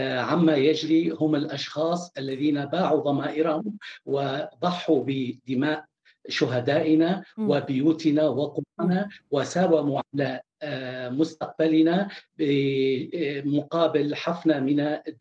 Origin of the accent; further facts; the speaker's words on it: Suwayda, As-Suwayda Governorate, Syria; نعم أختي الكريمة، أنا ابن السويداء على تواصل اجتماعي مع كل الأخبار